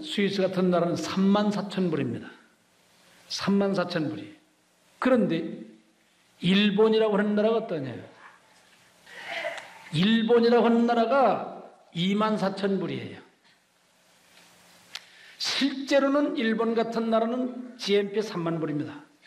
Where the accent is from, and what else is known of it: South Korea